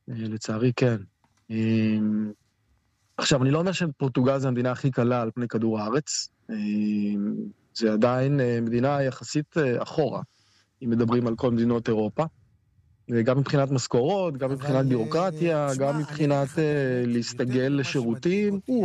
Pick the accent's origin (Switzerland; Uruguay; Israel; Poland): Israel; Kiryat Shmona, Northern District; moved away as an adult; now in Faro, Portugal; אני הייתי תושב קריית שמונה.